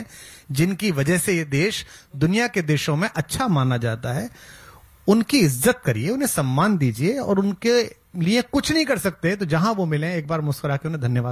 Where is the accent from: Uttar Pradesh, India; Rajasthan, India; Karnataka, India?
Uttar Pradesh, India; Bulandshahr district; मैं बुलंदशहर जिले का हूँ